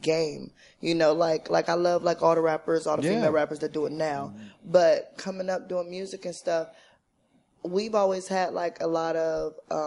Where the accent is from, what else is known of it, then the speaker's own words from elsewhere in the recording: Vallejo, California, United States; And so my style really comes from me being from the Bay Area. I'm from Vallejo, California.